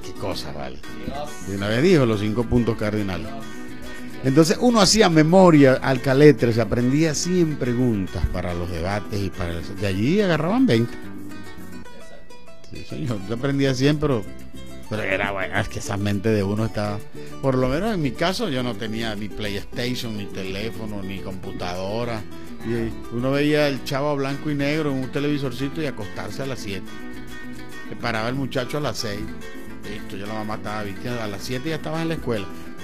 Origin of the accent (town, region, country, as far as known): Venezuela